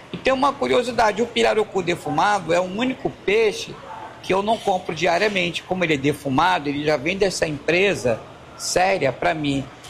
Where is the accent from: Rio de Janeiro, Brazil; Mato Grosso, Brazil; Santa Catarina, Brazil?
Rio de Janeiro, Brazil; born there; Então, Coutinho, eu sou carioca de certidão e amazonense de coração.